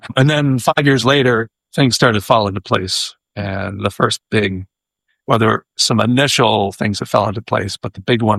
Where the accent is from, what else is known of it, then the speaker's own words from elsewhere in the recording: Massachusetts, United States; She was actually from my hometown in Massachusetts.